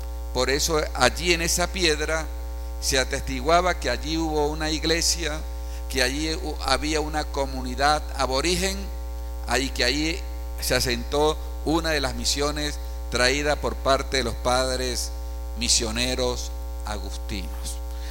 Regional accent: La Azulita, Mérida, Venezuela; moved away; porque la Zulita, mi pueblo, es un pueblo netamente nuevo, a finales del siglo XIX

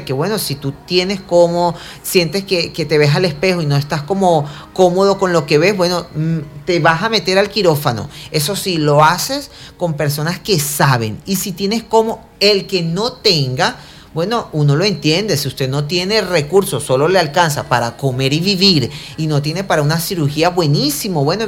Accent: Venezuela

